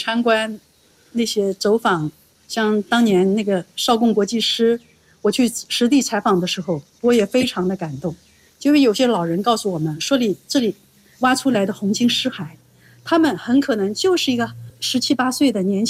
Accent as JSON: {"language": "Chinese", "town": "Anyuan", "region": "Jiangxi", "country": "China", "tie": "born or raised there", "moved": "yes", "said": "那么我老家安远，他也牺牲了很多革命烈士，"}